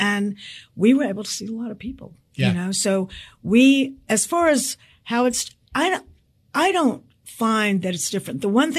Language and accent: English; Memphis, Tennessee, United States; now in New York, United States; I came from Memphis. So … in Manhattan.